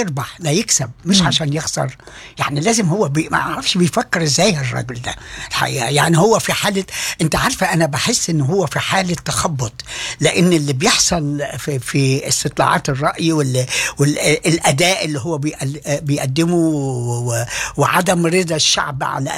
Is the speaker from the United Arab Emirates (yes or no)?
no; Egypt; الأمن المركزي عندنا في مصر